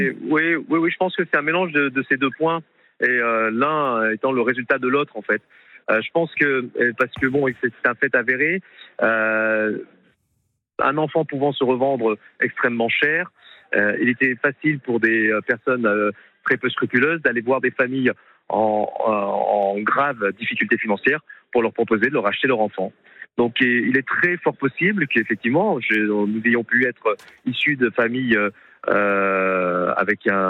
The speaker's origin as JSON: {"language": "French", "country": "France", "also_born_or_lived": "South Korea", "said": "j'ai entamé une démarche pour une restitution de la nationalité coréenne. Mais attention, je suis très fier d'être français et je garde ma nationalité"}